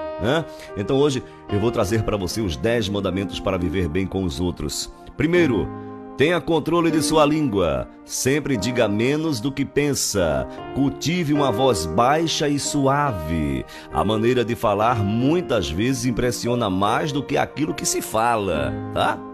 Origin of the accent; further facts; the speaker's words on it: Pernambuco, Brazil; also born or lived in João Pessoa; eu sou de Pernambuco